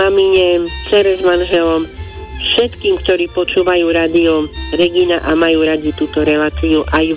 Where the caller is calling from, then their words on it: Spiš, Slovakia; No, viete čo, tak ja som zo Spíša, tak aj také, že spíšacké.